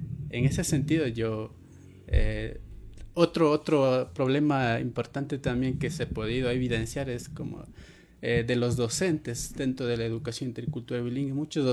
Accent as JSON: {"language": "Spanish", "town": "Alausí", "region": "Chimborazo", "country": "Ecuador", "said": "yo vengo de la provincia de Chimborazo, de una comunidad indígena del cantón Alausí, comunidad de Xuxilcón."}